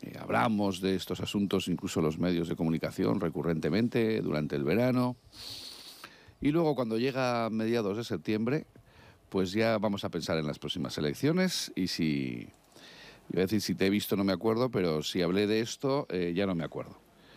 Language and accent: Spanish; Huesca, Aragon, Spain; en mi tierra, en Huesca